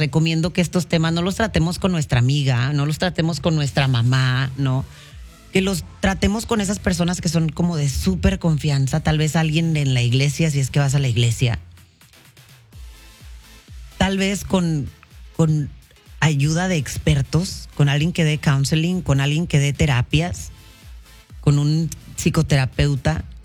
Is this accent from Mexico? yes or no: yes; Mexico; now in United States; Yo soy mexicana, criada en México, con papás criados en México, nacida aquí, pero... me crié en México toda la vida.